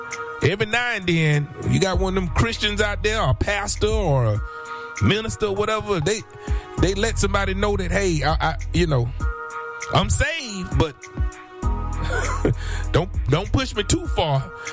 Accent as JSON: {"language": "English", "area": "Gadsden County", "region": "Florida", "country": "United States", "said": "I'm from Gadsden County."}